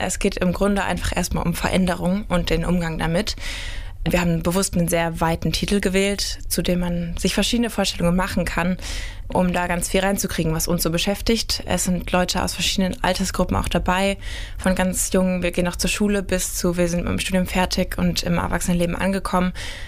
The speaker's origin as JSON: {"language": "German", "town": "Dresden", "region": "Saxony", "country": "Germany", "moved": "as an adult", "lives_now": "Hildesheim, Germany", "said": "Ich komme ursprünglich aus Dresden, habe da ganz lange am Konservatorium trainiert und bin dann nach Hildesheim gekommen für Kulturwissenschaften fürs Studium."}